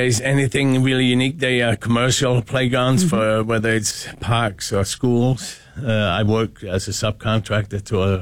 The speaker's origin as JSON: {"language": "English", "country": "Denmark", "tie": "born or raised there", "moved": "as an adult", "lives_now": "Saline, Michigan, United States", "said": "I was born and raised in Denmark and grew up on a dairy farm and ended up here in America"}